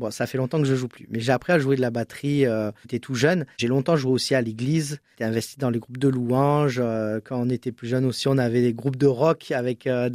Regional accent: Marseille, Provence-Alpes-Côte d'Azur, France; Je suis originaire de Marseille. Je suis né à Marseille. J'ai un petit frère. On a 6 ans et demi d'écart. Et on vient du quartier des Chartreux.

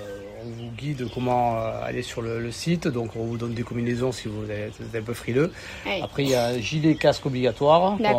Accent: Perpignan, Occitanie, France

